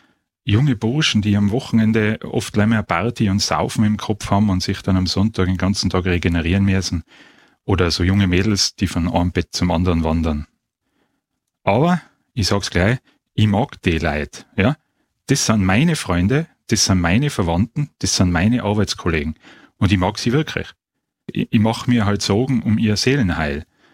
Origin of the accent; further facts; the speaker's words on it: Innsbruck, Tyrol, Austria; wie mein Dialekt verrät, stamme ich aus Innsbruck.